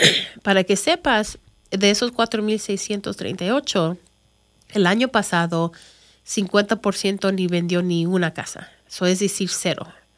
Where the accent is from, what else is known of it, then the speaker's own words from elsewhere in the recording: Chicago, Illinois, United States; Spanish is a second language; yo hablo mucho mejor inglés, entiendo en inglés, porque yo nací en Chicago y crecí allí. Pero este español también lo aprendí porque mis padres, mi abuelos, mis tíos, todos me hablaban español.